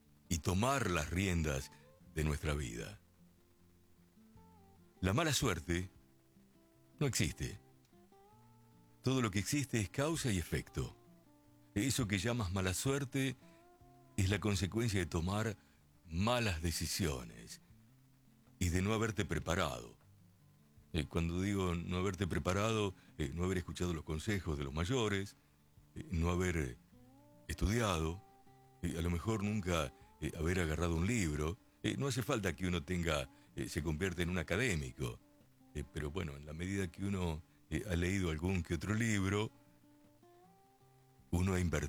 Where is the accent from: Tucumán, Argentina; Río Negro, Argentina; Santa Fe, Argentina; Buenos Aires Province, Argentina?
Buenos Aires Province, Argentina; Lincoln; Yo cuando salí de mi ciudad de Lincoln, ella que está escuchando allí el amigo Carlitos, Mi viejo me dijo, mirá, te voy a desear lo mejor, ya que te vayas a la ciudad de Buenos Aires, son 320 kilómetros de Lincoln a esta capital